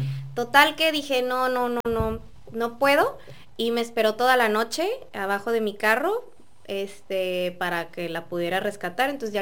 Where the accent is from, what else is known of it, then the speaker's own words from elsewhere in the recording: Tijuana, Baja California, Mexico; soy una joven de 28 años, soy de Tijuana, nací, crecí en Tijuana, nací en las 5:10, entonces dice mi papá que no puedo ser más tijuanense